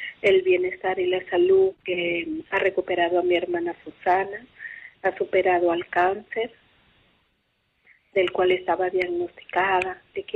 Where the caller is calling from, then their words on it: Piura, Peru; Buenas tardes, hermanita. … de Piura.